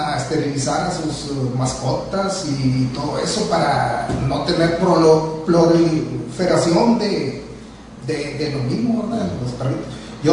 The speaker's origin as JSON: {"language": "Spanish", "town": "Villa Las Esperanzas", "region": "Coahuila", "country": "Mexico", "said": "De Villa Las Esperanzas, Coahuila."}